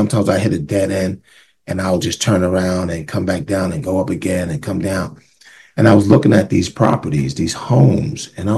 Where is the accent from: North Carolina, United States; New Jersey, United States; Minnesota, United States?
New Jersey, United States; Montclair; As I said, I'm from Montclair, New Jersey.